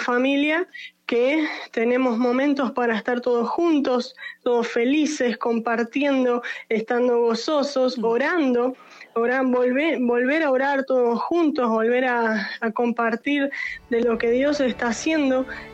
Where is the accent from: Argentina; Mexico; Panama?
Argentina; Buenos Aires; tengo 24 años, soy de Buenos Aires